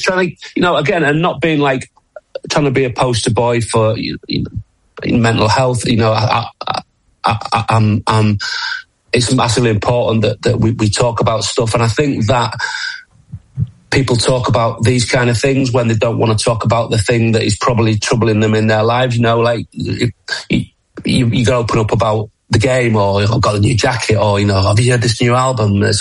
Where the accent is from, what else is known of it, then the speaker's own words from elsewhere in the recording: Yorkshire and the Humber, United Kingdom; I'm a Yorkshireman